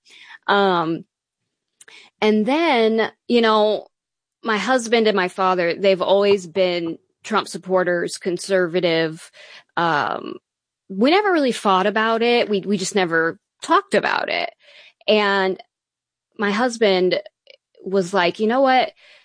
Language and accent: English; Oklahoma, United States; I grew up in Oklahoma, where all the cows are and the football. Small town, very small town, Oklahoma.